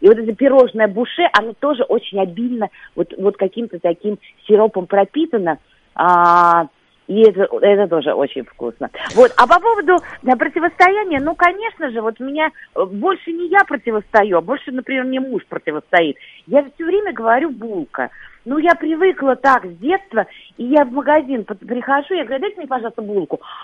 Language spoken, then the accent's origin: Russian; Saint Petersburg, Russia; moved away as an adult; now in Moscow, Russia; Вот у нас там ромовые бабы, я помню, я когда переехала в Москву, я совсем молоденькая была, мне там было 28 лет.